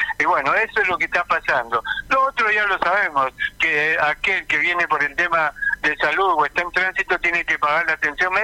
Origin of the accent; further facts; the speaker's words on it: Argentina; Todos somos argentinos